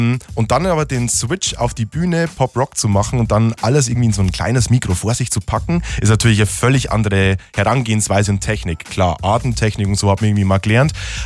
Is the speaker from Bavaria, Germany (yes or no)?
yes; Mitterteich, Bavaria, Germany; also born or lived in Tirschenreuth; Naja, ich glaube gebürtig in Tirschenreuth, aber aufgewachsen natürlich in Mitterteich, genau. Und nicht mein ganzes Leben lang in Mitterteich gewesen, aber wieder da gelandet.